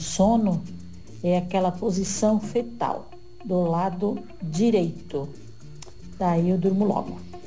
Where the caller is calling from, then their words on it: Balneário Barra do Sul, Santa Catarina, Brazil; Sou aqui de Balneário Barra do Sul.